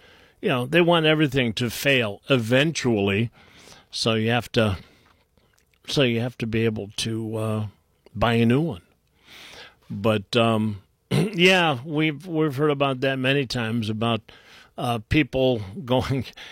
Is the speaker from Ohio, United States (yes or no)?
yes; Willowick, Ohio, United States; I grew up in Willowick, which is just a little... houses are basically one right next to the next